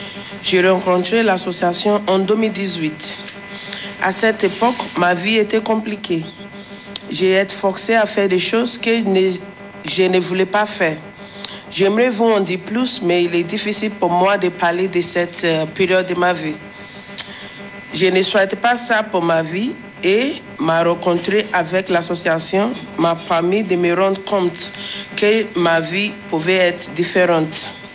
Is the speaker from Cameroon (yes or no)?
no; Nigeria; now in France; J'ai 31 ans. Je viens du Nigeria.